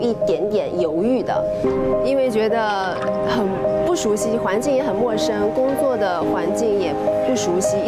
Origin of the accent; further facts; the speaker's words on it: Zhejiang, China; born there; moved away; 我出生于中国浙江，12岁开始学习古典芭蕾舞，16年接到了《水浒剑》的邀请，所以我过来这边。